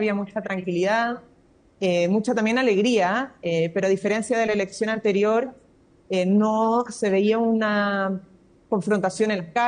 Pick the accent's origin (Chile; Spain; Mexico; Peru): Chile; Nosotros en Chile somos parte de América Latina